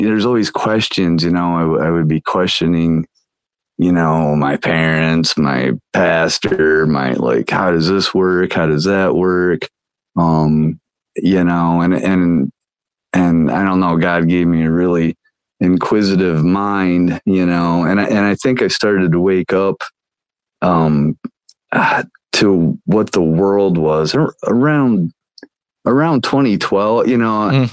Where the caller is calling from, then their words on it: Pennsylvania, United States; I live in Pennsylvania. I live out in the sticks up in northern PA.